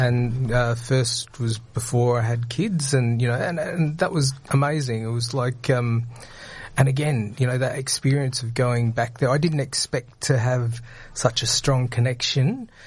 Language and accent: English; Port Pirie, South Australia, Australia; moved away as an adult; I grew up in Port Pirie.